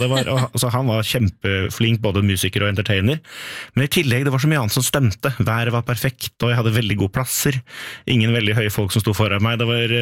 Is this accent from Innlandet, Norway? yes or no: no; Oslo, Norway; det er jo nesten hagen til foreldrene mine der jeg vokste opp